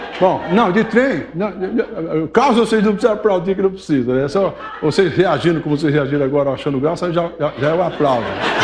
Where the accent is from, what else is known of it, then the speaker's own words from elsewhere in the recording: São Joaquim da Barra, São Paulo, Brazil; Levou a carça dele e o trem chegou em São Joaquim da Barra, que é a minha terra. O trem parou lá, que era Mugiana, vinha de Uberlândia. Parou o trem lá, e a minha terra era a terra da banana